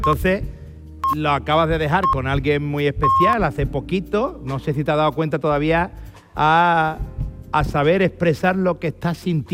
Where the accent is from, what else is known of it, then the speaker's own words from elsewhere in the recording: Andalusia, Spain; somos andaluces.